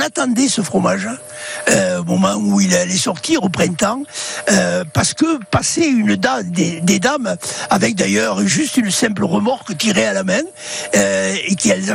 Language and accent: French; Occitanie, France; born there; moved away as an adult; also born or lived in Mexico / Morocco / Spain; Moi, je suis né à Pézières. Ouais. Je suis de la dernière génération qui naissait à la maison.